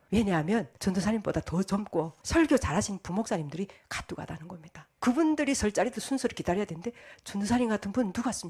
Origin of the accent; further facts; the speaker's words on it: North Korea; moved away as an adult; now in South Korea; 나는 북한에서 왔다고 이랬어요.